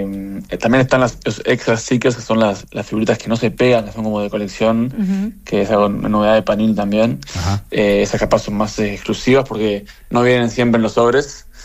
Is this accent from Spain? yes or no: no; Uruguay; now in Brazil; En realidad yo soy uruguayo.